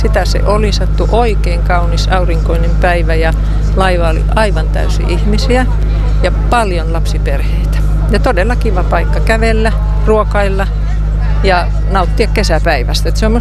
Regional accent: Hämeenlinna, Kanta-Häme, Finland; Mä olen Hämeenlinnasta

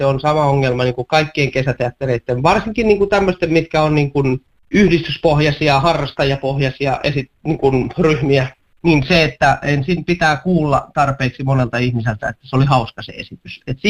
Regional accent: Lahti, Päijät-Häme, Finland; mä olen itse lahtelainen

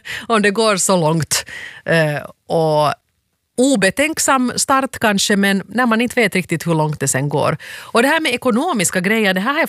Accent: Finland

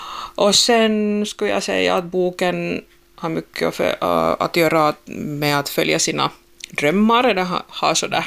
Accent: Bjärnå, Southwest Finland, Finland; alltså jag sa ju att jag är från Bjärnå

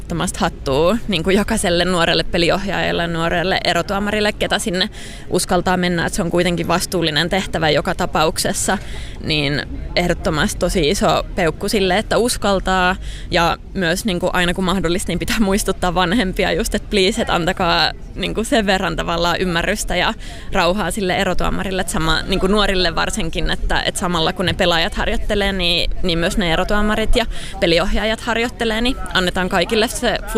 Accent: Salo, Southwest Finland, Finland

